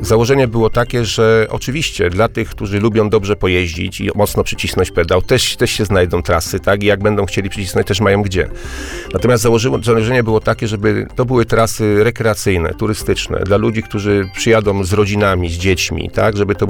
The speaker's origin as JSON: {"language": "Polish", "town": "Warsaw", "region": "Masovian Voivodeship", "country": "Poland", "said": "ja nie jestem z Warki, jestem z Warszawy."}